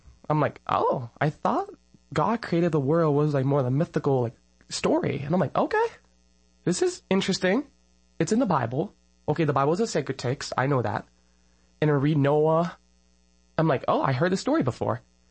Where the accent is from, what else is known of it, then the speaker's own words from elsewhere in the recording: Milwaukee, Wisconsin, United States; I'm from Milwaukee, Wisconsin, and currently I'm a student at NC State University